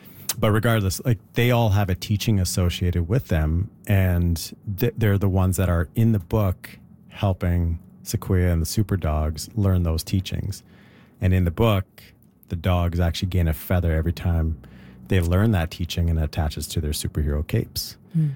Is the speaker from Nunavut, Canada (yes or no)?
no; Alberta, Canada; I'm Dene from Northern Alberta.